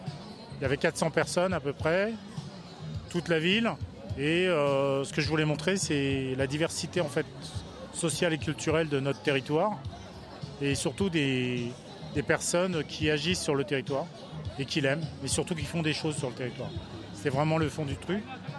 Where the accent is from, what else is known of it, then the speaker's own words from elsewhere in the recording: Senegal; born there; Donc moi, je suis né au Sénégal. J'y pars pour retrouver un peu les sources la semaine prochaine, le 11 juin, pour rencontrer des Sénégalais aussi, le quartier où je suis né.